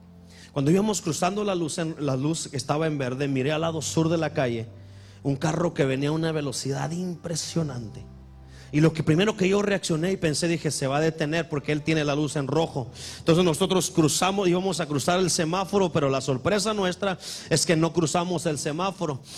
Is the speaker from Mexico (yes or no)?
yes; Durango, Mexico; soy de Durango. Y a los de Durango, cuando se nos sube la alacrán a la cabeza, cuidado.